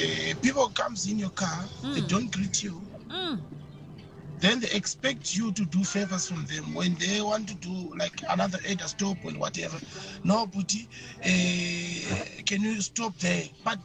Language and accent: English; George, Western Cape, South Africa; Morning, team. … from George.